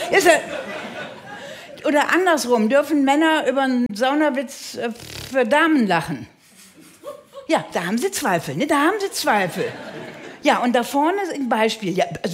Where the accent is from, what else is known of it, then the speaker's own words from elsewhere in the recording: Rhineland, Germany; born there; ich bin an einem Karnevalssonntag geboren worden im Rheinland